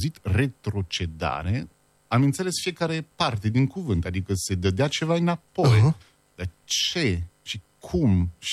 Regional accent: Paris, Île-de-France, France; moved away; Și eu sunt din Paris.

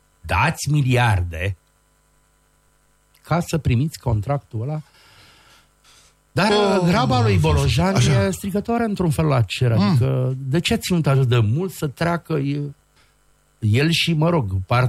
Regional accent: Romania

